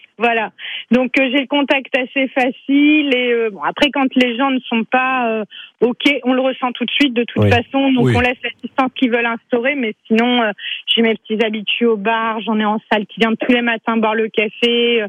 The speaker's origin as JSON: {"language": "French", "town": "Lille", "region": "Hauts-de-France", "country": "France", "said": "Donc nous, on est de Lille à la base."}